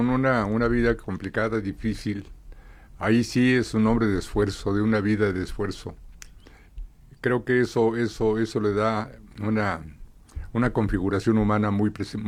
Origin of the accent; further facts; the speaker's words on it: Mexico; sino para la gran familia que somos los mexicanos.